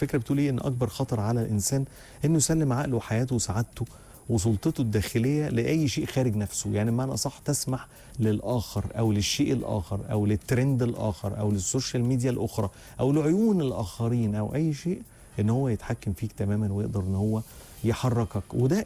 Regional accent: Egypt; احنا دايما عندنا نظرة كمصريين كده عامة

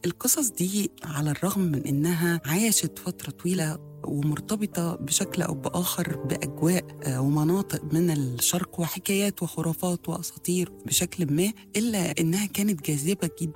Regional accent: Egypt; عندنا كمصريين

